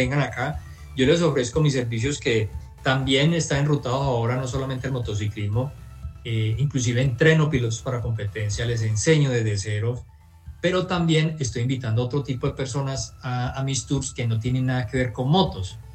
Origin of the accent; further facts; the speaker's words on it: Colombia; todavía soy el colombiano que más lo ha corrido en moto